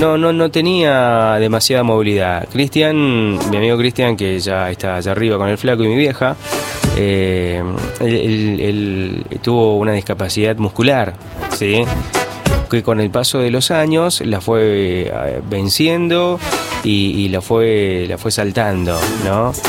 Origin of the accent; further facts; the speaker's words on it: Argentina; como buen argento, como buenos argentinos